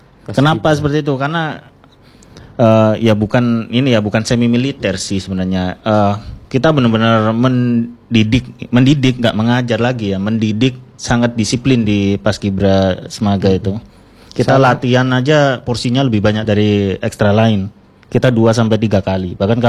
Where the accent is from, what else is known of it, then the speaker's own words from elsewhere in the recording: Surabaya, East Java, Indonesia; born there; moved away as an adult; now in Sampang, Indonesia; saya kan bukan asli Sampang nih. Asli Surabaya saya.